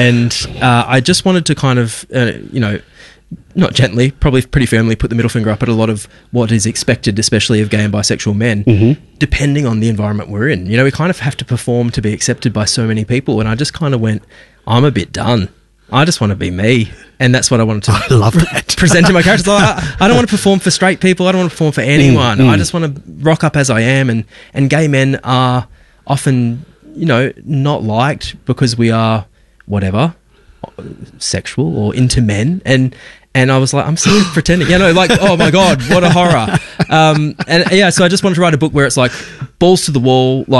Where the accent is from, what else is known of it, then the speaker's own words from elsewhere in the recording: Geraldton, Western Australia, Australia; Growing up in Geraldton, it was like being gay means like being, I don't know, in America.